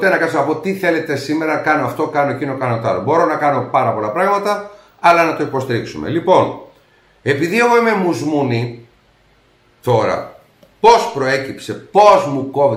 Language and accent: Greek; Nea Smyrni, Attica, Greece; Η καταγωγή μου, ναι, βέβαια είναι Κέρκυρα και Ήπειρο, αλλά εδώ που έμενα και γεννήθηκα ουσιαστικά είναι στη Νέα Σμύρνη.